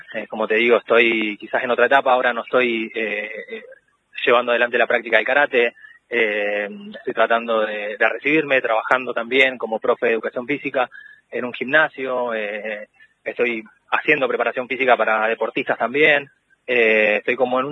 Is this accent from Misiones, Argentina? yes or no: no; Esquel, Chubut, Argentina; now in Bariloche, Argentina; soy de Esquel, estoy viviendo en Bariloche